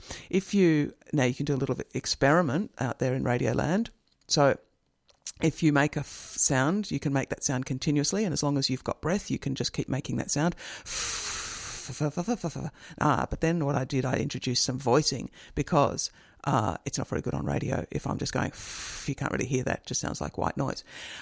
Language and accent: English; Australia; accent: general Australian; I first of all read it out myself in my general Australian accent